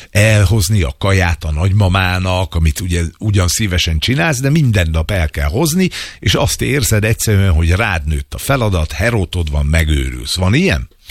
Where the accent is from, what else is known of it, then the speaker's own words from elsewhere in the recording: Hungary; azért csak magyarok vagyunk, gyerekek.